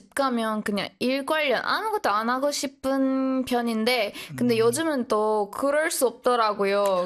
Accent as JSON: {"language": "Korean", "country": "India", "said": "그래도 인도 사람으로서"}